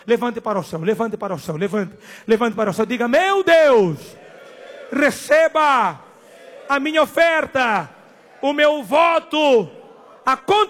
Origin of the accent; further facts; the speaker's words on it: Mozambique; moved away; lá no meu país